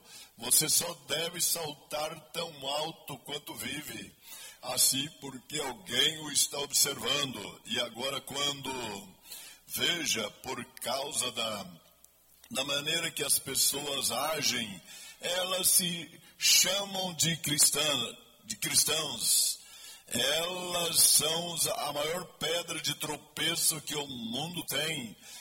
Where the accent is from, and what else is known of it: Goiás, Brazil; moved away